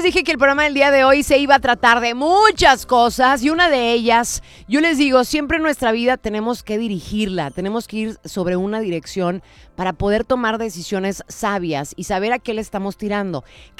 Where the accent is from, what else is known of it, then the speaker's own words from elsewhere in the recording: Nuevo León, Mexico; somos de Nuevo León